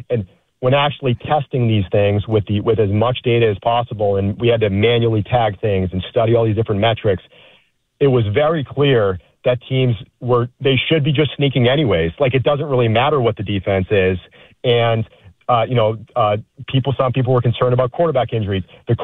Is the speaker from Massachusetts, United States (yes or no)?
yes; Massachusetts, United States; But I grew up in Massachusetts.